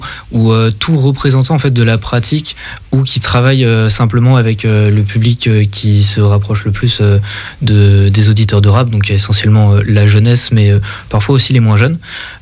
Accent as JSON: {"language": "French", "town": "Dompierre-sur-Yon", "region": "Pays de la Loire", "country": "France", "tie": "born or raised there", "also_born_or_lived": "La Roche-sur-Yon", "said": "je suis né à La Roche-sur-Yon mais j'ai grandi à Dompierre."}